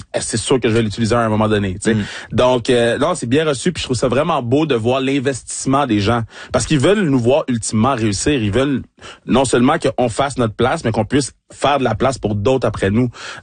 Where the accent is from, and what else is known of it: Laval, Quebec, Canada